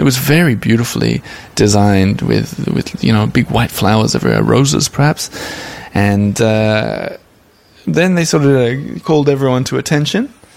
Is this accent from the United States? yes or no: no; Australia; which was also kind of baffling to me as an Australian telling Americans what was going on for the Olympics.